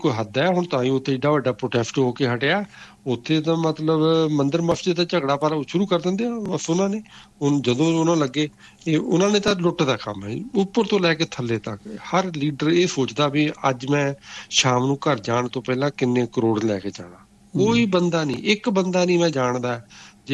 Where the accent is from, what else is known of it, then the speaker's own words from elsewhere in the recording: Punjab, India; ਤੇ ਮੇਰਾ ਪਿੰਡ ਜਲੰਧਰ ਲੱਗਿਆ ਸੀ, ਉੱਥੇ ਜਲੰਧਰ ਵਗੈਰਾ ਦੇ ਲਵਾ ਰਹੇ